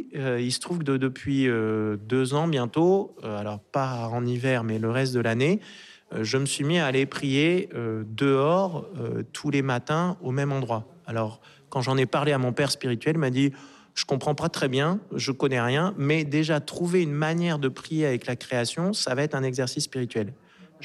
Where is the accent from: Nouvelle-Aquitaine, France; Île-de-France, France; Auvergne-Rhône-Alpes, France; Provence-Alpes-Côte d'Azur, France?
Provence-Alpes-Côte d'Azur, France; Marseille; born or raised there